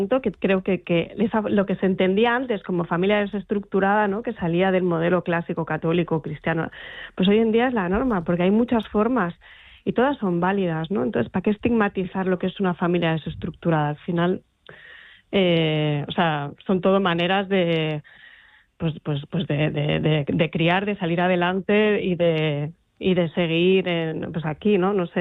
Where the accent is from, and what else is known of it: Gijón, Asturias, Spain